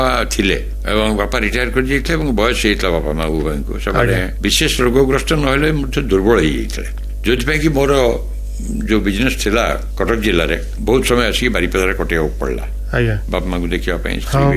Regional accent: Rairangpur, Odisha, India; ସେ ମୟୂରଭଞ୍ଜ ଷ୍ଟେଟରେ ଚାକିରି କଲେ, ମୁଁ ଜନ୍ମ ରାଇରଙ୍ଗପୁରରେ, ଏଠିକା ଲୋକ, ଏଠିକା ଜଳବାୟୁ, ଏଠିକା ପରିବେଶ ସବୁଥିରେ ମୁଁ ହେଲି।

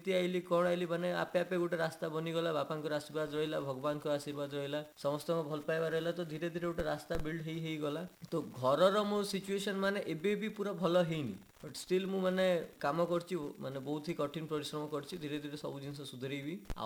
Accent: Bhawanipatna, Odisha, India; ମୋ ଗାଁ ହେଉଛି ବ୍ରାହ୍ମଣଛିଣ୍ଡିଆ, ଭବାନୀପାଟଣାରେ ବଢ଼ିଛି

